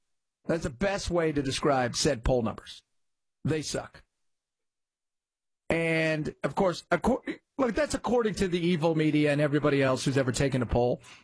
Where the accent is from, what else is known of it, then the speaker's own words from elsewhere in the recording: United States; First of all, as an American, Nebraska, shame on you for clapping for any of that crap.